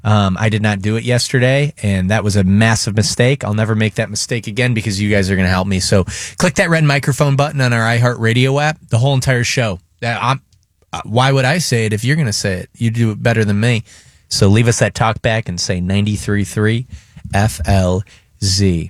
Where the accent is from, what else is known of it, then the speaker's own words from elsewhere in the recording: Arizona, United States; born there; I was born in Arizona. They call it soda there. And then we moved to Michigan.